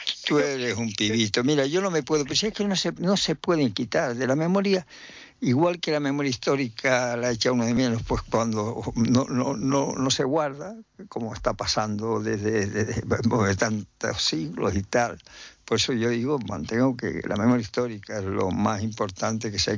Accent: Guatiza, Canary Islands, Spain; born there; en la parte alta de Guatiza, donde está la casa, donde yo nací, y está todavía.

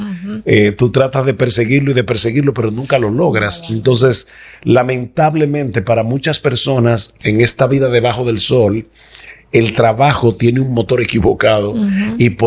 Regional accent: San Juan de la Maguana, San Juan, Dominican Republic; cuando yo era pequeño, en el pueblo donde yo nací, en San Juan de la Maguana

